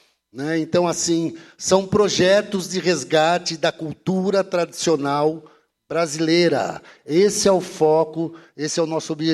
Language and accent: Portuguese; Araras, São Paulo, Brazil; accent: caipira retroflex R; Enquanto cidadão ararense e brasileiro. Né? Como eu tenho orgulho do nosso R retroflexo